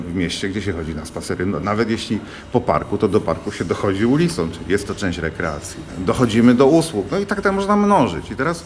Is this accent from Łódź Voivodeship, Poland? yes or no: yes; Łódź, Łódź Voivodeship, Poland; u nas się dzieje w Łodzi